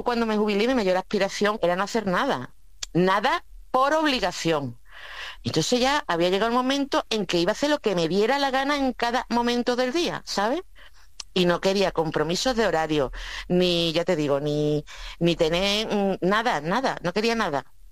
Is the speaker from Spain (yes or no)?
yes; Seville, Andalusia, Spain; Entonces, digamos que la fuimos repoblando gente de fuera, como mis padres, ¿no? Que somos, éramos de Sevilla, que fuimos comprando las casas medio destruidas y las fuimos renovando.